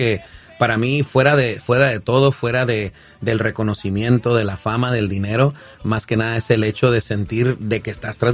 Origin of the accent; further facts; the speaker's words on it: Los Angeles, California, United States; Pero para ser honesto, pues nosotros somos de aquí, de Los Ángeles, porque cuando uno va para México no es de allá, y ni aquí es de aquí.